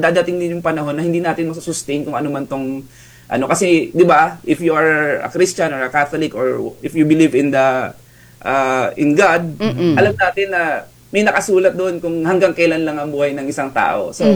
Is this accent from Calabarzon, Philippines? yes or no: yes; Batangas, Calabarzon, Philippines; Ako po, taga Batangas ako. Mm-hmm. Nasa Batangas po ako ngayon.